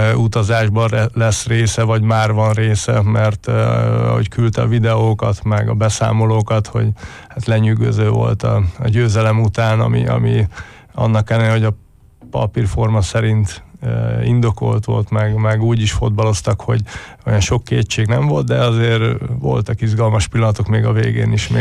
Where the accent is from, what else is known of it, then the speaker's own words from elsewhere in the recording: Paks, Tolna, Hungary; moved away; hogy törzsgyökeres paksi vagyok